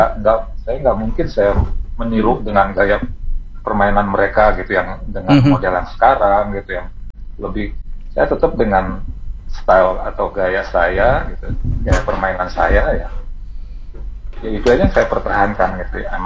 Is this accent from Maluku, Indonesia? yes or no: yes; Ambon, Maluku, Indonesia; now in Bogor, Indonesia; Saya tuh orang Ambon, tapi tinggal di Bogor, jadi ngomongnya Sunda.